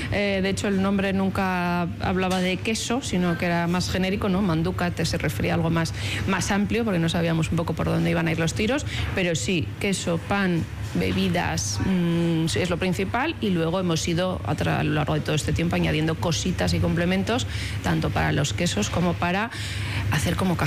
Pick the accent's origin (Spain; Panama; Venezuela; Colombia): Spain; Alicante, Valencian Community; born there